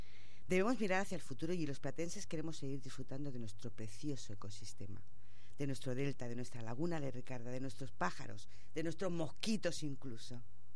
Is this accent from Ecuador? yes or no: no; El Prat de Llobregat, Catalonia, Spain; los que somos del Prat y que hemos vivido, no tanto como esto, pero sí hemos disfrutado del campo, del delta